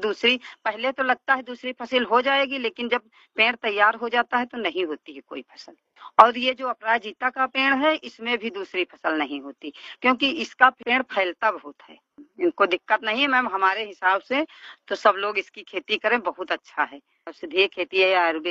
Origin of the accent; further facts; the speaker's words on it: Dhineni, Uttar Pradesh, India; मैं ग्राम पंचायत धिनेनी से हूँ। मेरा जिला सीतापुर, ब्लॉक बिसवा।